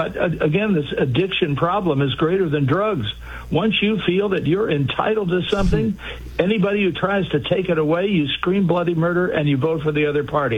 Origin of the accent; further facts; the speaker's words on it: Washington, United States; And I was born in Washington. I grew up there, went to school there. and spent most of my life in Washington, the Washington area.